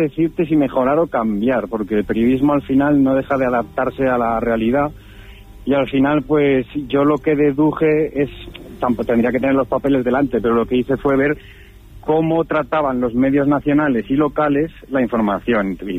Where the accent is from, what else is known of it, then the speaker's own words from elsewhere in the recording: Jaca, Aragon, Spain; porque soy de Jaca y porque mi padre pues fue una de las primeras personas en llegar.